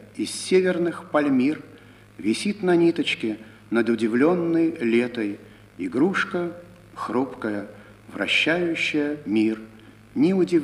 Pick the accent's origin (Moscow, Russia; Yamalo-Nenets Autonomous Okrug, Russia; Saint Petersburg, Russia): Saint Petersburg, Russia; moved away as an adult; now in United States; Родился я в Ленинграде. В 1940 году закончил Ленинградский университет, факультет германской филологии.